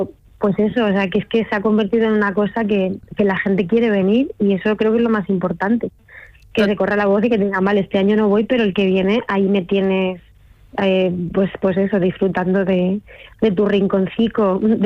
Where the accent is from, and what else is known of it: Letur, Castilla-La Mancha, Spain